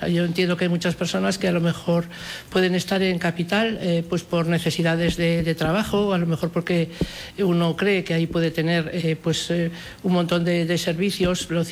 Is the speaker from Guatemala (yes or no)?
no; Sofuentes, Aragon, Spain; una entidad local menor que se llama Sofuentes, que es de la cual yo soy nacida